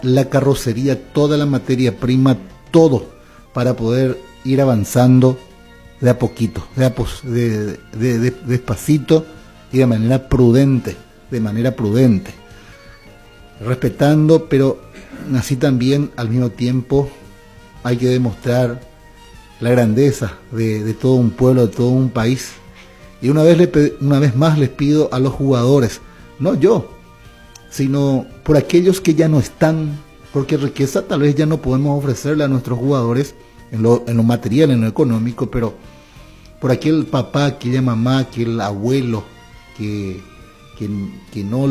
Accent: Paraguay; estoy hablando como un paraguayo que le adora a su selección.

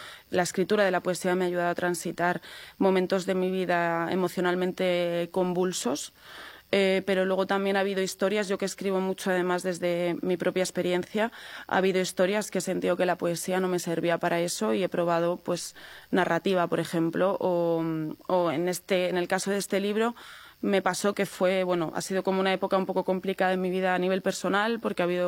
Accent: Segovia, Castile and León, Spain; yo soy muy, muy del interior, yo soy muy castellana, muy segoviana

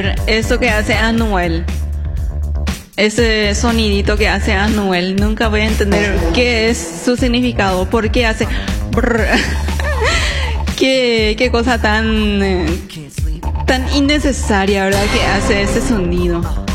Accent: Paraguay; Somos paraguayos

